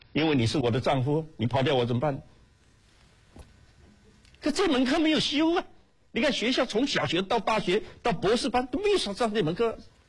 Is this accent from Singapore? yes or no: no; China